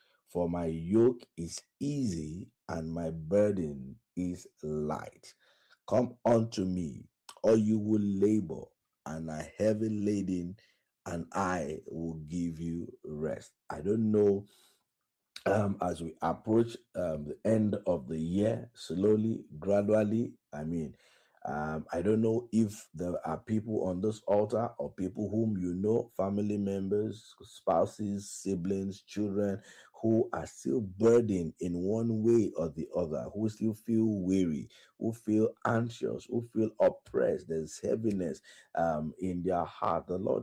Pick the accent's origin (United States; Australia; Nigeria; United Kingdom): Nigeria; Oshogbo, Osun; Darling FM in Owerri, my hometown in Oshogbo, Ray Power Night 5.1, Port Harcourt